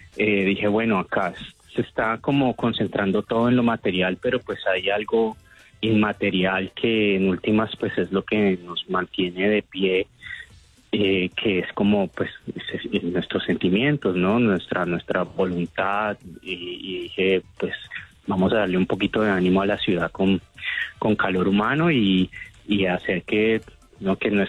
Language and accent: Spanish; Cali, Valle del Cauca, Colombia; entender que como caleños y caleñas estamos pues juntos en esta si